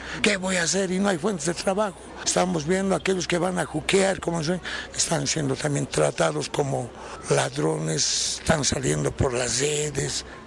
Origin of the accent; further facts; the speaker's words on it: Bolivia; tratar de que nosotros como bolivianos ser tal vez una luz a nivel mundial, ¿no?